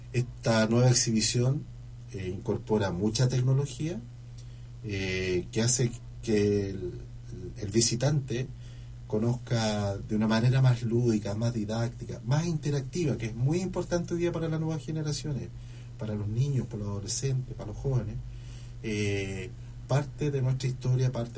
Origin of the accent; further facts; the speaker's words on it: Talca, Maule, Chile; also born or lived in Ñuñoa, Santiago, Chile; yo nací efectivamente en Santiago, en Ñuñoa, pero desde los 3 años en adelante he vivido en Talca. He estudiado en Talca y me he formado en Talca.